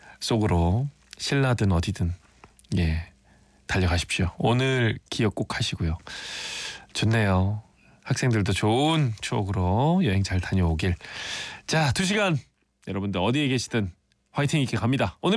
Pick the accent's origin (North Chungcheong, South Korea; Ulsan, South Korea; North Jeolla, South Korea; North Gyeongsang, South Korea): Ulsan, South Korea; moved away; 경주는 또 제가 울산 고향이라 소풍 갈 때마다 이제 봤던 곳이기도 하고 지금 저희 부모님이 또 계시는 곳이라